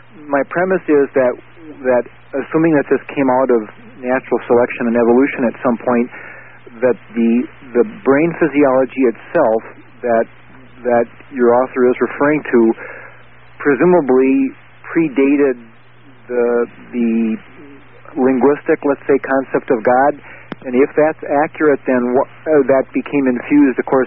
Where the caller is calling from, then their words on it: North Dakota, United States; I'm calling you from North Dakota.